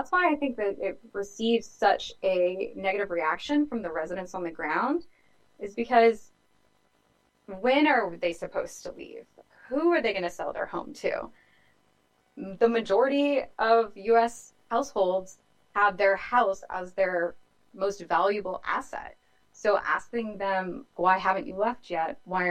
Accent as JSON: {"language": "English", "town": "New Orleans", "region": "Louisiana", "country": "United States", "tie": "born or raised there", "said": "So I'm from the Greater New Orleans area. I was a kid of Katrina."}